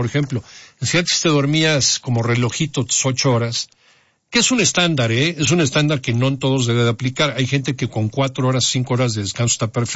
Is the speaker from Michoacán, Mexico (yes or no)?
no; Cancún, Quintana Roo, Mexico; moved away; saludos allá a mi tierra